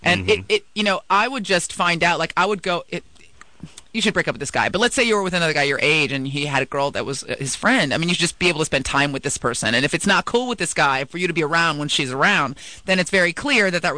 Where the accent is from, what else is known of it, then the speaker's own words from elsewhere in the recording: San Francisco, California, United States; I grew up in San Francisco.